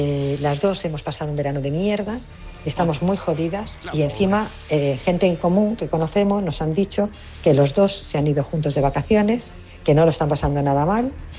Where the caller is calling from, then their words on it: A Coruña, Galicia, Spain; soy de La Coruña.